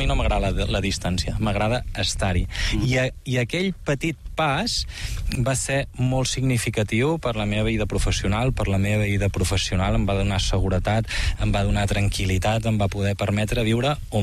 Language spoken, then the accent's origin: Catalan; Girona, Catalonia, Spain